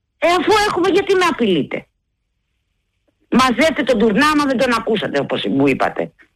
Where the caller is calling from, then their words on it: Artemida, Attica, Greece; Καλησπέρα Δήμητρα … είμαι από Αρτέμιδα.